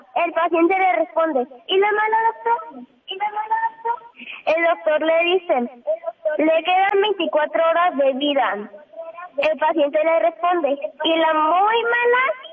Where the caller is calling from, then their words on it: Monterrey, Nuevo León, Mexico; Desde Monterrey, Nuevo León